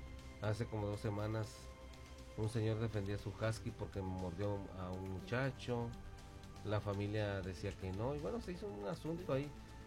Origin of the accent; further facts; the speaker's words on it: northern border, Mexico; Somos unos benditos los fronterizos.